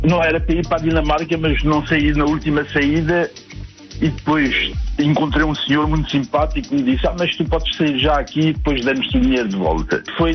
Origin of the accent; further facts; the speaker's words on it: Milhares de Baixo, Ribatejo, Portugal; Olha, um bom dia de um ribatejano. Também sou do Ribatejo.